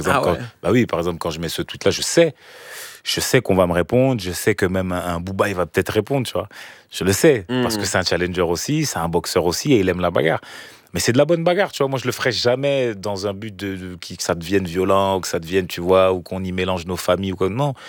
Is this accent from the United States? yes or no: no; Cameroon